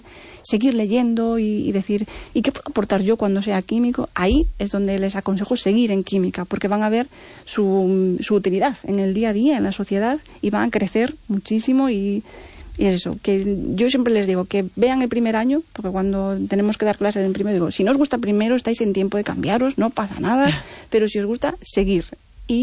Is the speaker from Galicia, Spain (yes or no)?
yes; Vigo, Galicia, Spain; Es en Vigo, cerca del Parque de Castrel